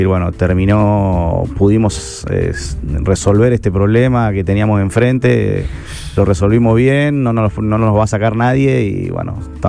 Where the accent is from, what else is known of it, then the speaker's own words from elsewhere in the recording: Argentina; moved away; hace que todos los entrenadores argentinos estemos muy formados y estemos bien conceptuados alrededor del mundo.